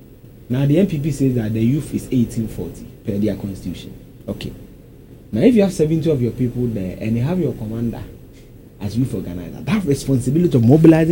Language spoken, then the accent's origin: English; Koforidua, Eastern Region, Ghana; I grew up in Koforidua.